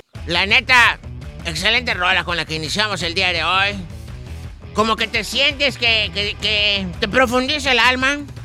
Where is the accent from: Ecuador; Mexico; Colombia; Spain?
Mexico; Porque soy mexicano y esa es mi bandera